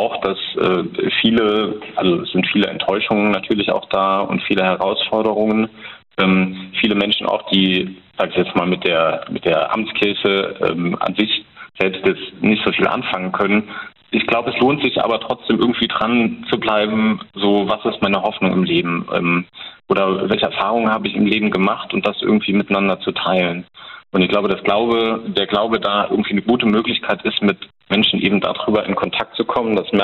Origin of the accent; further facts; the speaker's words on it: Trier, Rhineland-Palatinate, Germany; moved away as an adult; now in Bad Kreuznach, Germany; ursprünglich komme ich aus Trier.